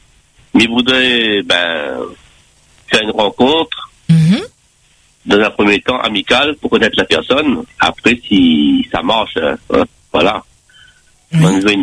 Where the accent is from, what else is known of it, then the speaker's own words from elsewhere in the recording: Saint-Paul, Réunion; born there; now in Metropolitan France; Moi, je suis né à Villèle. Moi, je suis de Villèle, moi.